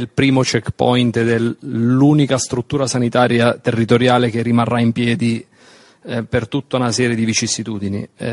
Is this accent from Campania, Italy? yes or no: no; Calabria, Italy; Io vengo da una regione chiamata Calabria